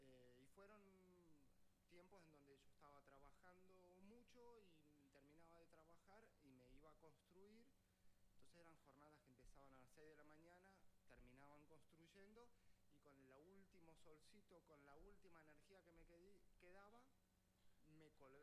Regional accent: Neuquén, Argentina; Y me tocó ir a vivir a un borde y mi infancia fue en un borde. Yo me crié en Neuquén cuando el patio de mi casa terminaba en la barda.

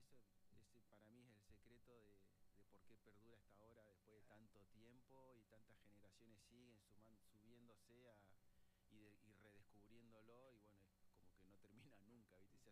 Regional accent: Patagonia, Argentina; quién me va a dar bola si soy de la Patagonia

